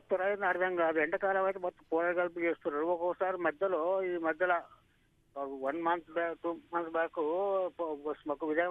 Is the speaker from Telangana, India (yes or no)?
yes; Devarakonda, Telangana, India; ఎందుకంటే మాది దేవరకొండ, నల్గొండ జిల్లా దేవరకొండ